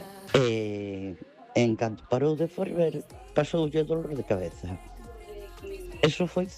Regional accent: Ferrol, Galicia, Spain; Boas noites … de Ferrol

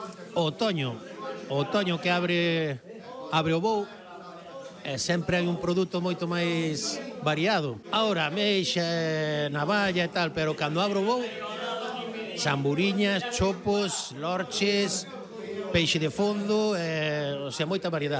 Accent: Illa de Arousa, Galicia, Spain; Sí, son da Illa, sí.

